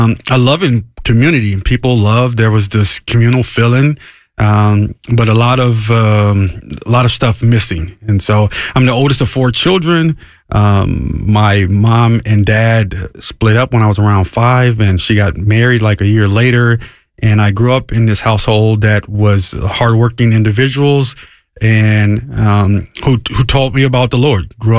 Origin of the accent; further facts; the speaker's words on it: Harvey, Illinois, United States; Yeah, I grew up in the inner city of Chicago, a south suburb, Harvey, Illinois.